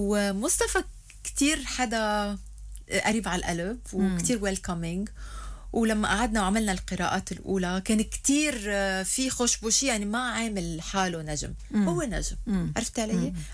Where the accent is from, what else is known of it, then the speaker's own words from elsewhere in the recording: Lebanon; انا لبنانيه